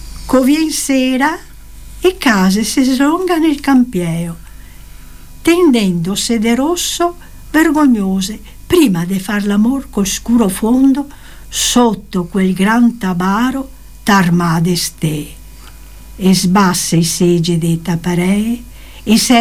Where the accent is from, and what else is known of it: Venice, Veneto, Italy; born or raised there; moved away